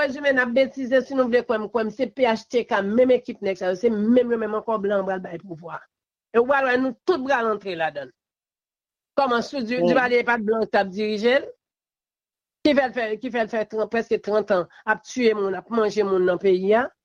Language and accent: French; Haiti; Je ne crois pas que c'est seul président Aristide, en tant que haïtien seulement, que nous gagnons.